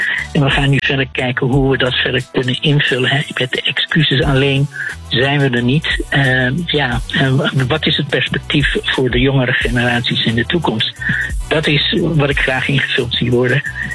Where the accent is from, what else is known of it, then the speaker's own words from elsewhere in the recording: Amsterdam, North Holland, Netherlands; we zijn Amsterdammer met een Moluks hart, met een Molukse achtergrond. Ja, en wij leven ons leven in Amsterdam, ja, op onze manier.